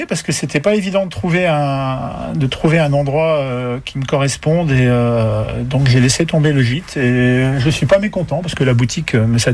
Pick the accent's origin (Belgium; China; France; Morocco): France; Bourgogne-Franche-Comté; Je viens de Bourgogne. Donc je me suis installé là et j'ai rapidement fait le tour en fait des marchés aux alentours